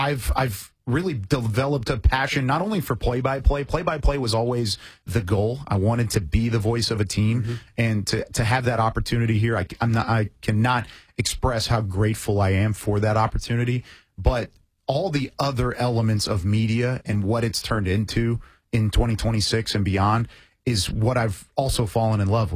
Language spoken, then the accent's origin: English; Waco, Texas, United States; I grew up in Waco, Texas, so got to listen to a lot of his games growing up.